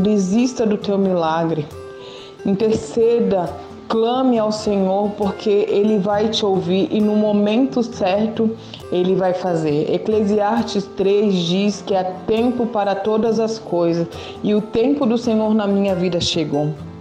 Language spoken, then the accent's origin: Portuguese; Santa Catarina, Brazil; born there; moved away; also born or lived in São Paulo; E a gente veio para Santa Catarina porque eu sou natural de Santa Catarina.